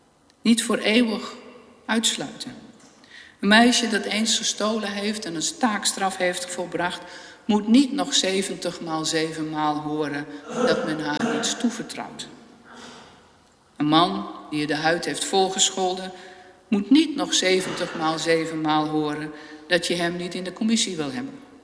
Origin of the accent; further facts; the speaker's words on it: Netherlands; Als Nederlanders, als lid van de kerk